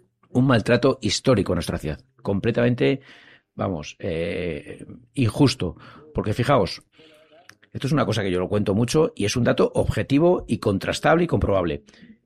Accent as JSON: {"language": "Spanish", "region": "Community of Madrid", "country": "Spain", "said": "oye, que somos madrileños de pleno derecho"}